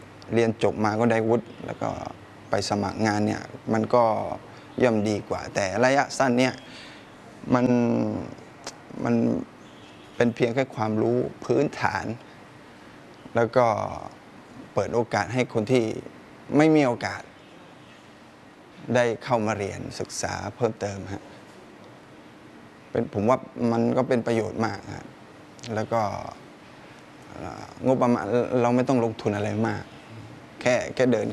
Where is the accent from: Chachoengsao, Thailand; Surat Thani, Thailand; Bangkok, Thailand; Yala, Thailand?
Yala, Thailand; บ้านอยู่ท่าสาบอำเภอเมืองเป็นคนยะลาโดยกำเนิดครับ